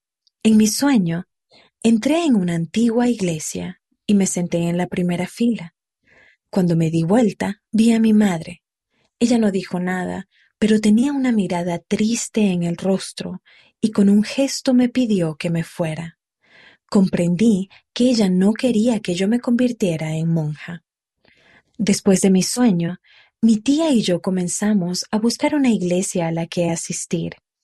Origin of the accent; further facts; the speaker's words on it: Matagalpa, Nicaragua; born there; Poco tiempo después, nací en Matagalpa, Nicaragua.